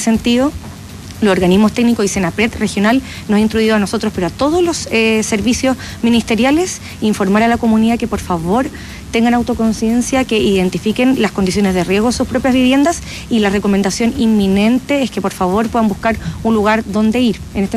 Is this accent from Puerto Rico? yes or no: no; Chile; tenemos historia de desastre en Chile, somos súper chilenos